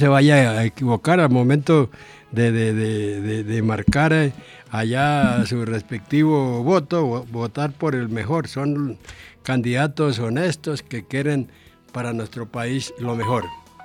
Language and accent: Spanish; Casanare, Colombia; now in Bogotá, Colombia; mi tierra, Casanare, tan sufrida, rica en petróleo, agricultura, ganadería